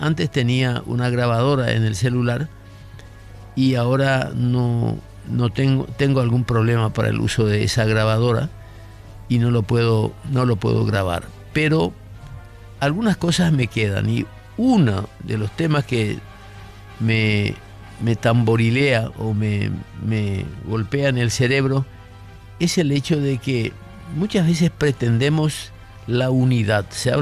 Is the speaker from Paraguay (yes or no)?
yes; Paraguay; somos todos paraguayos